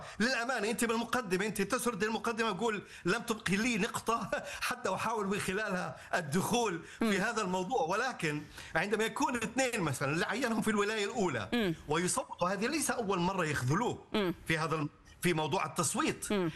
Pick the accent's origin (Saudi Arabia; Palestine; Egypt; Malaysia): Saudi Arabia; أنا سعوديه